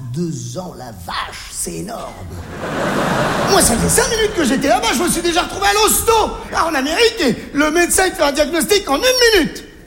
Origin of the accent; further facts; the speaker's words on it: Algeria; born there; Je suis né en Algérie. Mais qu'est-ce qui m'a pris à moi de naître en Algérie ?